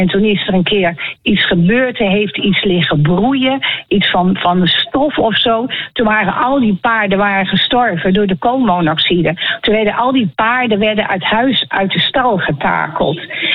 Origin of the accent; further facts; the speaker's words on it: Utrecht, Netherlands; moved away as an adult; now in Nieuwegein, Netherlands; je kunt het meisje wel uit Utrecht halen, maar je haalt Utrecht nooit uit het meisje.